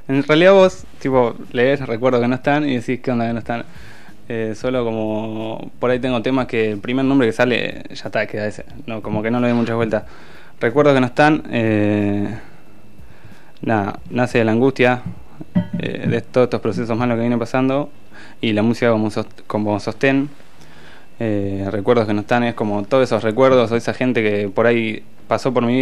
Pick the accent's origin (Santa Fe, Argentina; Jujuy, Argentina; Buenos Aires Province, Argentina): Buenos Aires Province, Argentina; Pila; moved away as an adult; now in La Plata, Argentina; En Pila, que es mi pueblo, es un pueblo muy.